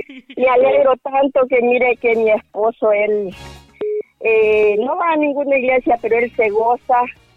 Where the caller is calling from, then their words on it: Lepaera, Lempira, Honduras; De una aldea de Lepaera que se llama Plan de Locotal.